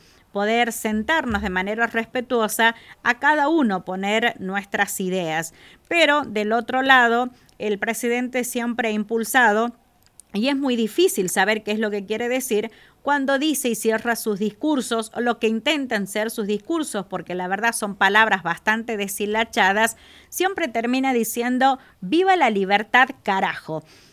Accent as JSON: {"language": "Spanish", "country": "Argentina"}